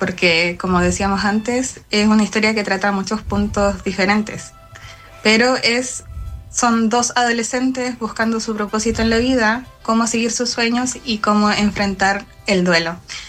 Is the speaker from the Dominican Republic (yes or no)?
no; Chile; me lee gente de Chile y yo como, soy querida en mi país.